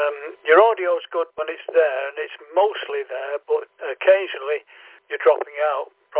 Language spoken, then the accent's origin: English; Manchester, North West England, United Kingdom; now in Wrexham, United Kingdom; I'm from Manchester myself. I'm over near Wrexham in North Wales, but born and bred in Manchester.